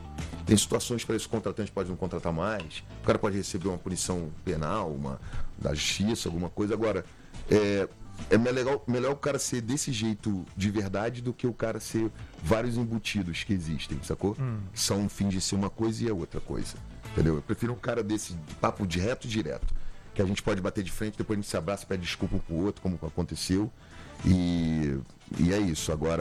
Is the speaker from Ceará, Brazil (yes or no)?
no; Rio de Janeiro, Brazil; Aí falou de um jeito diferente comigo, sou carioca